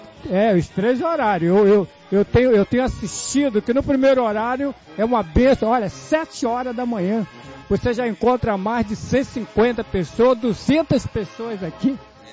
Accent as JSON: {"language": "Portuguese", "town": "Magé", "region": "Rio de Janeiro", "country": "Brazil", "said": "Sou de Magé."}